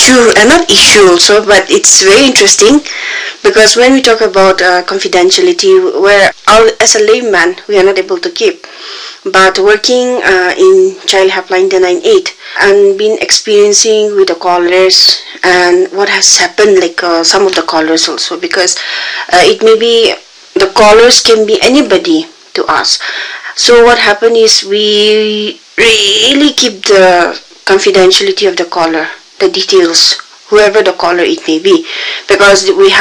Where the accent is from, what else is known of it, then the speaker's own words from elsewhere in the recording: Nagaland, India; we are from Nagaland itself, from our own community.